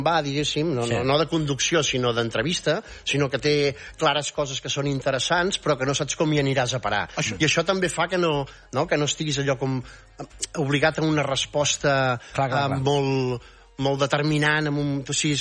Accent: Catalonia, Spain; nosaltres som de Barcelona, però tocant a Girona.

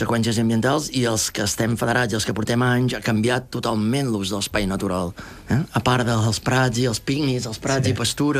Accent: Arenys de Mar, Catalonia, Spain; Sí, és Maresme, sí. És Arenys de Mar, que és el darrer poble del Bisbat de Girona. Quan érem petits, la gent jugava amb garrofers i per vinyes amunt i avall

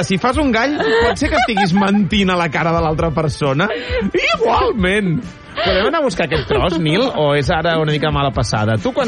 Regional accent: Sabadell, Catalonia, Spain; Periodista sabadellenc.

